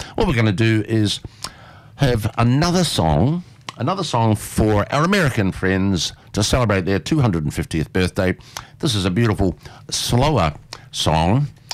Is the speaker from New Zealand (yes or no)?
yes; New Zealand; now in Australia; But in Australia, I understand, I come from New Zealand, it's sort of, it's a bit of a objectification of a woman. So I do apologise. It was the New Zealand, I'll blame my New Zealand background there.